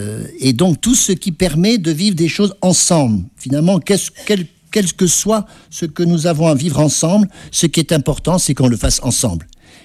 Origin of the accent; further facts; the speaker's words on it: Auvergne-Rhône-Alpes, France; la potée de machin, parce qu'on est originaire de l'Auvergne, alors ça c'est sacré dans notre famille, et puis ça se passe de mère en fille, les recettes et tout ça